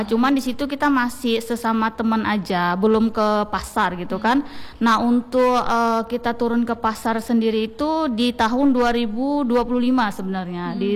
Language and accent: Indonesian; North Sumatra, Indonesia; now in Aceh, Indonesia; saya orang Sumatera Utara. Kemudian menikah sama orang Aceh gitu kan.